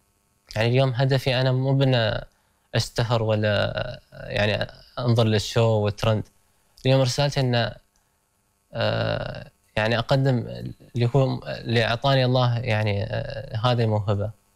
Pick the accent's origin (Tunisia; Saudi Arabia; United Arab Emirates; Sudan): United Arab Emirates; أنا كإماراتي